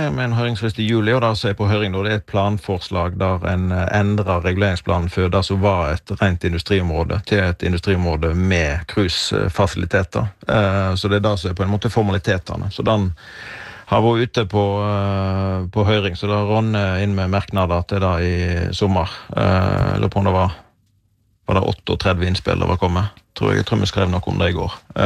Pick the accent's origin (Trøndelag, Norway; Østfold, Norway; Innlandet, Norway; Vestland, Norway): Vestland, Norway; Vi kommer jo fra Jon Fosseland, som er vel på en måte litt programforpliktet til å både skrive og like nynorsk.